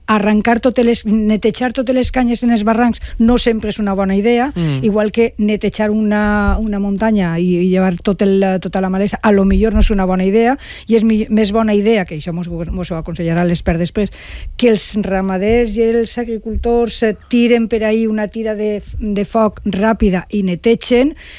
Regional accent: Albal, Valencian Community, Spain

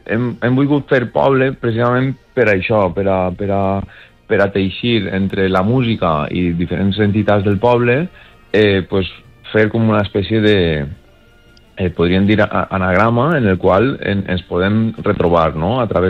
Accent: Gata de Gorgos, Valencian Community, Spain; molts músics som de Gata

